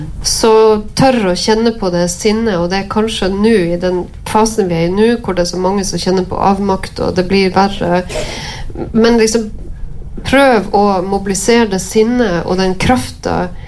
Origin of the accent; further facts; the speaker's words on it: Palestine; hvor de er fra, og hun forteller at vi er fra Palestina.